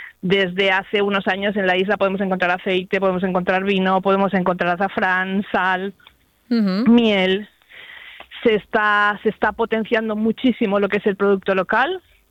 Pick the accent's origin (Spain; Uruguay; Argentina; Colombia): Spain; Menorca, Balearic Islands